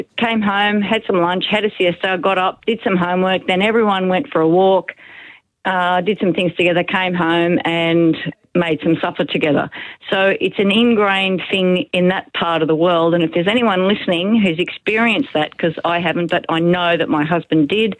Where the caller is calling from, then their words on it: Australia; being Australian